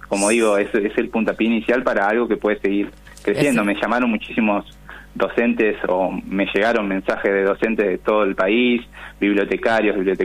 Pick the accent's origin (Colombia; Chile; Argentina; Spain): Argentina; nosotros como argentinos